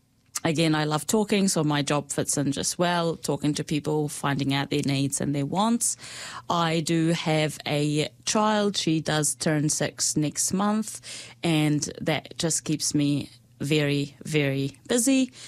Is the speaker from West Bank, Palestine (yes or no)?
yes; Hebron, West Bank, Palestine; moved away as an adult; now in New Zealand; Yes, well … I come from Hebron, Palestine. I have been in New Zealand for since 2008. I turned 31 yesterday.